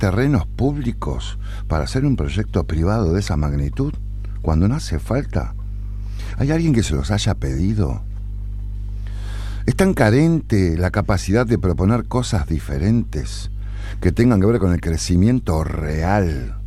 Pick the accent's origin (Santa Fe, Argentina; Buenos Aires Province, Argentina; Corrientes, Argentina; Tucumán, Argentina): Santa Fe, Argentina; Rosario; soy ciudadano de Rosario